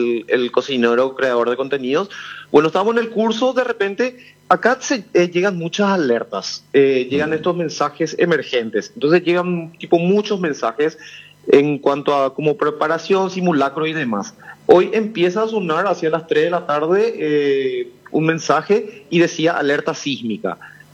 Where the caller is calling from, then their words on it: Paraguay; Somos 4 paraguayos en un grupo de 18 personas, estamos entre 4 paraguayos.